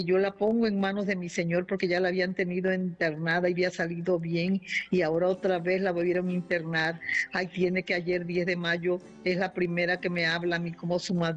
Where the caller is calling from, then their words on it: Aguascalientes, Mexico; Hablo de Aguascalientes